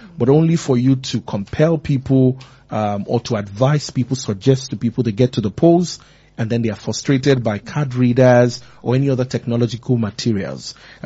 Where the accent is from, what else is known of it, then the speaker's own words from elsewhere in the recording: Nigeria; As a Nigerian myself, I have experienced that at the polling unit before.